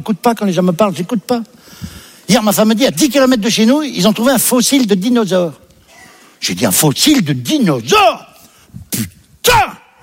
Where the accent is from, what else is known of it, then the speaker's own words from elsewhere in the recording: Paris, Île-de-France, France; Et là, elle m'a dit, tu es d'où? J'ai dit, je suis de Paris.